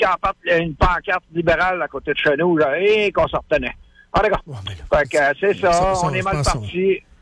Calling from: Quebec City, Quebec, Canada; Moi, je suis en Val-Belair

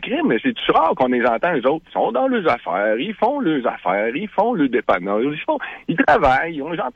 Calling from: Quebec, Canada; Je suis au Québec ici

